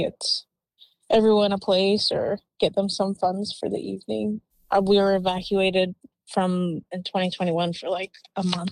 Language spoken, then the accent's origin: English; Penticton, British Columbia, Canada; born or raised there